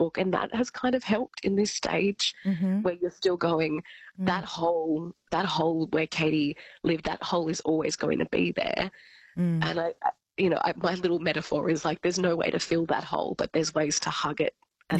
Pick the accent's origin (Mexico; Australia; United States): Australia; Albury, New South Wales; In Albury-Wodonga, so I'm from Albury, yes.